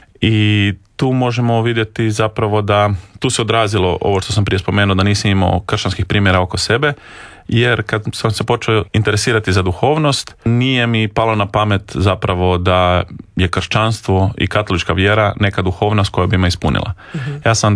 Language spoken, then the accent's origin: Croatian; Rijeka, Primorje-Gorski Kotar County, Croatia; born there; rođen sam u Rijeci prije nešto manje od 40 godina, 37 ako ćemo biti točni.